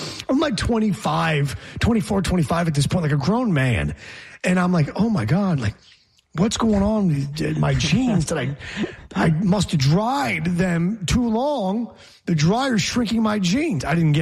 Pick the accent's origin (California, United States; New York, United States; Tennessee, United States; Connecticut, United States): New York, United States; Geneva; born or raised there; now in Philadelphia, United States